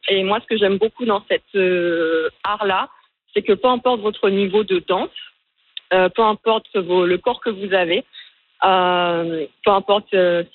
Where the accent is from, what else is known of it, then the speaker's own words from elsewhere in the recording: France; now in Canada; comme je suis française, installée au Canada